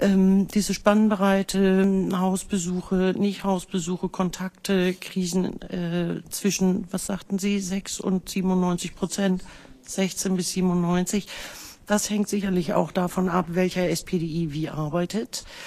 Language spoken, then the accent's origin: German; Eutin, Schleswig-Holstein, Germany; Ich komme jetzt aus dem Flächenkreis, aus Eutin.